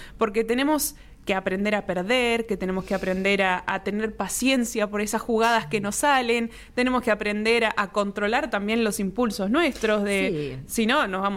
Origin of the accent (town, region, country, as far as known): Argentina